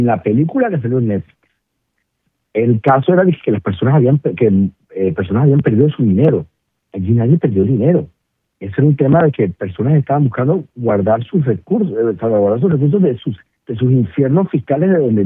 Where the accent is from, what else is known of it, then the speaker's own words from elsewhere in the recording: Panama; eso nos afecta a todos los panameños de a pie, seamos de a pie.